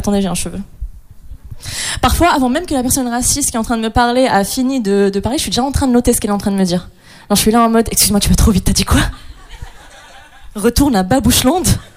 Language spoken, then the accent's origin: French; Morocco; moved away as an adult; now in France; comme j'ai mentionné précédemment, je suis marocaine. Je suis une personne marocaine, non-binaire, lesbienne, précaire.